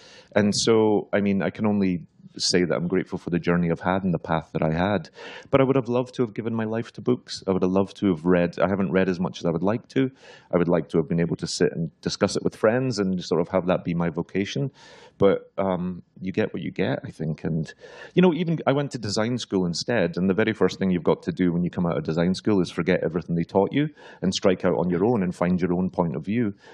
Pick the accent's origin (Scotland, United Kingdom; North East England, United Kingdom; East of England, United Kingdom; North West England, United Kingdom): Scotland, United Kingdom; Glasgow; But I grew up in Glasgow in the 80s. in a very sort of, in a neighborhood that was really affected by Thatcherism.